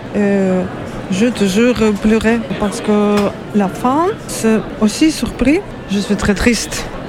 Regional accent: Ukraine; French is a second language; also born or lived in Kyiv; now in Paris, France; je suis violoniste ukrainienne.

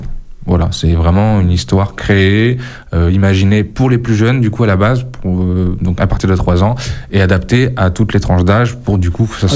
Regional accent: Tours, Centre-Val de Loire, France; born there; moved away as an adult; now in Périgord, France; Non, lycée public à François Rabelais, à Tours.

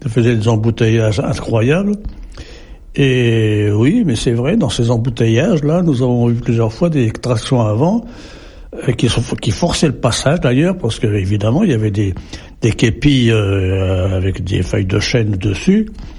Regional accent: Berck, Hauts-de-France, France; Et puis je suis rentré chez moi, à Berck.

